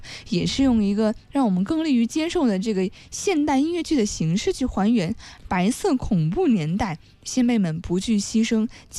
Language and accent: Chinese; Guigang, Guangxi, China; 保护我们的家乡贵港